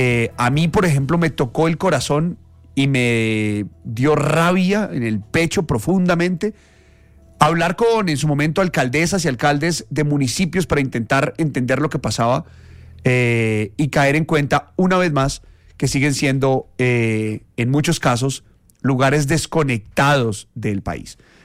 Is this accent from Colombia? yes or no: yes; Colombia